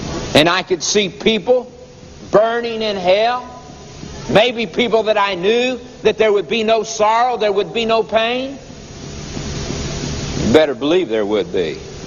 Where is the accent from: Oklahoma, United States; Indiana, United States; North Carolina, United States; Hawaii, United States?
Oklahoma, United States; Boy, I was raised in Oklahoma.